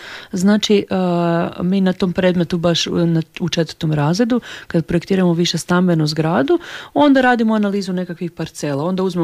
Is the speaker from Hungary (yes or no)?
no; Pazin, Istria County, Croatia; ja sam inače iz Pazina